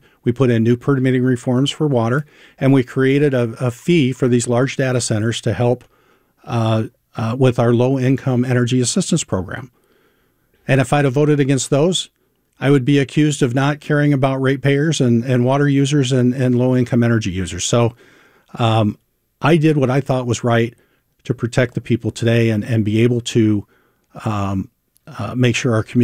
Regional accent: Prior Lake, Minnesota, United States; I grew up in Prior Lake. I raised my family there, and I spent most of my life in CD2.

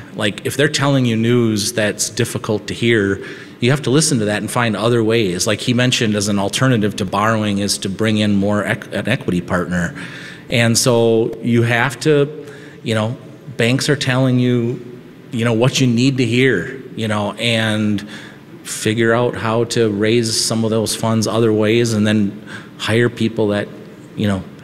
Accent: Albert Lea, Minnesota, United States; I grew up in Albert Lea

